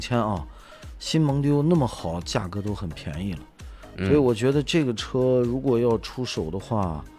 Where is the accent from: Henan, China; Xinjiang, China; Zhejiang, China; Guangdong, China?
Xinjiang, China; 只能说这个价格咱们新疆话说就是帮尖啊